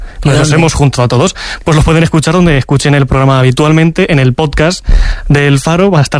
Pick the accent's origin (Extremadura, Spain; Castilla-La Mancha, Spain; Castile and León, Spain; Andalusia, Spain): Castilla-La Mancha, Spain; Villanueva de la Jara; Yo soy de Villanueva de la Jara, en Cuenca.